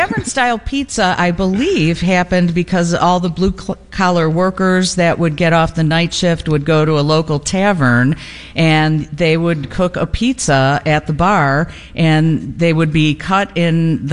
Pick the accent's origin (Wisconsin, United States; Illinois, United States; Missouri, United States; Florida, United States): Illinois, United States; Brookfield; I'm born and bred here. I grew up in Brookfield.